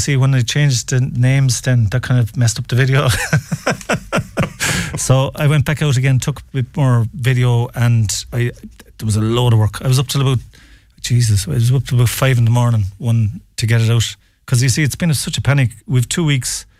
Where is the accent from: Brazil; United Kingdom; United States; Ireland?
Ireland; Wicklow, Leinster; I'm from Wicklow, really.